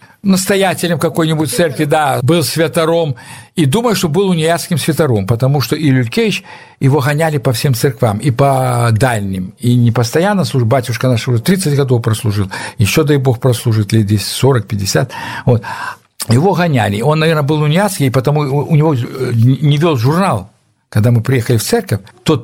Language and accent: Russian; Vawkavysk, Grodno Region, Belarus; moved away as an adult; also born or lived in Moscow; и никакого акцентования не было на том, что мы белорусы. У нас в семье размовляли, до речи, по-польску, а мы размовляли уже в русской школе по-русски, Волковыске в городе. А я потом закончил, поехал в Москву.